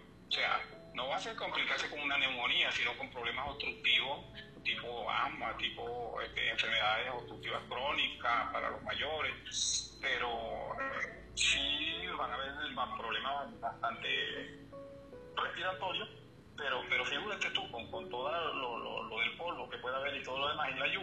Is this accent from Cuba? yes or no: no; Venezuela; de parte de un venezolano que siente a su gente